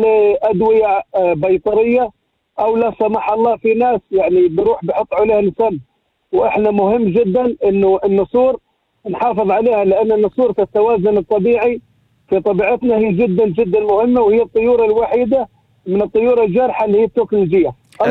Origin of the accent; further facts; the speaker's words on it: South Lebanon, Lebanon; الأمر هذا موجود عندنا في الجنوب، والأمر هذا جدا مهم.